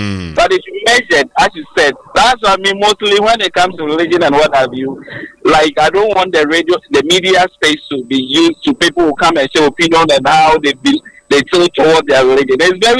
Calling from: Accra, Greater Accra, Ghana; I'm calling from Tesano.

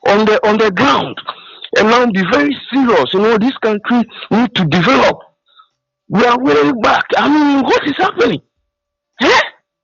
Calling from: Tema, Greater Accra, Ghana; I'm calling from Tema Community 9.

